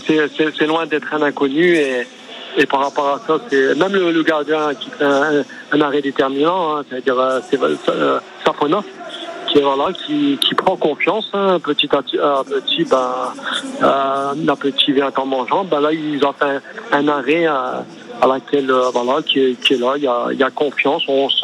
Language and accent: French; Hauts-de-France, France; born there; now in Vaucluse, France; je suis né dans le Nord, exactement. Je suis né dans le Nord.